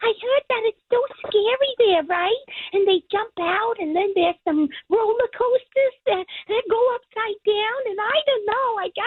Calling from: Glendale, California, United States; I'm calling from Glendale.

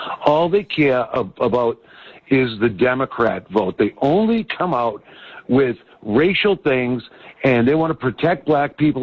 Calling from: New England, United States; I'm from New England.

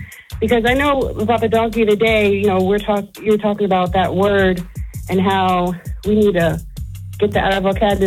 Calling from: Reading, Pennsylvania, United States; I'm from Reading, Pennsylvania.

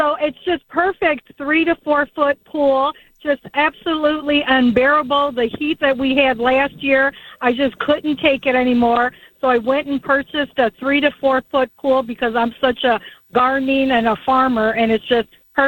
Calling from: St. Clair Shores, Michigan, United States; I'm from St. Clair Shores.

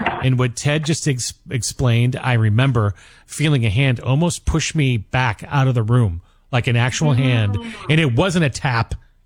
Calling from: Arizona, United States; The show emanates from Los Angeles, but I am currently in a studio in a basement in Arizona.

